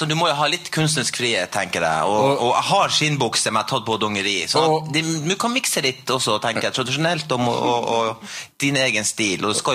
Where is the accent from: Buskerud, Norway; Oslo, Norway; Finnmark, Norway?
Finnmark, Norway; Porsanger; Jeg er fra Porsanger